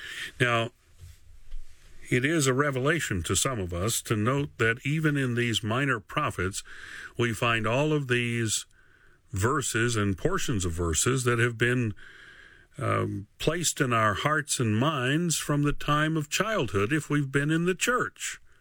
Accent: Tennessee, United States; Now, as a child growing up in Northeast Tennessee, growing up right on the Virginia line, and traveling the back roads of Tennessee and Virginia in the mountains

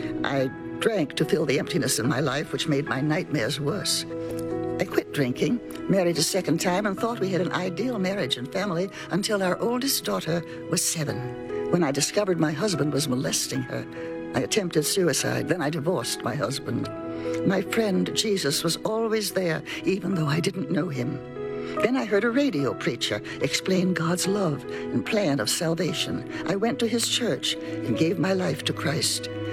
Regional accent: England, United Kingdom; born there; I was born in England, but never knew my last name or birth date because my mother left me on the steps of an orphanage.

